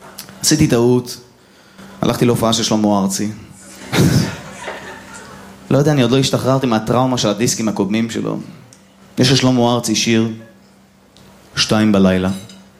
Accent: Netanya, Central District, Israel; בתור ילד אשכנזי חנון, אני גדלתי בשיקום סלע.

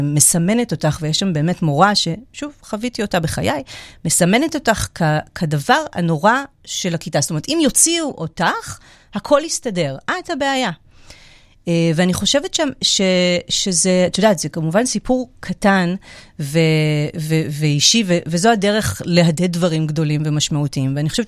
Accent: Netanya, Central District, Israel; אני גדלתי בשנות ה-90. איפה גדל? בנתניה.

